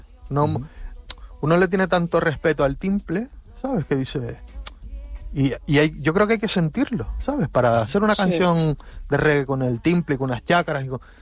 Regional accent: Tenerife, Canary Islands, Spain; Somos canarios, somos de Tenerife.

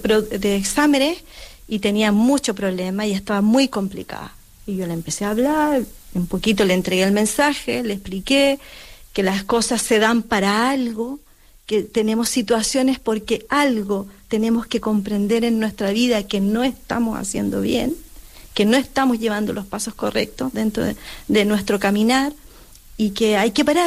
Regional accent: Chile; Sí, es mi nombre simbólico y soy chilena.

